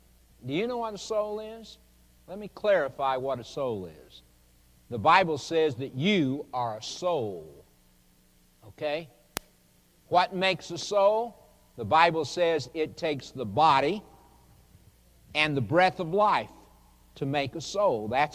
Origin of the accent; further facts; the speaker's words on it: Oklahoma, United States; I grew up in Oklahoma.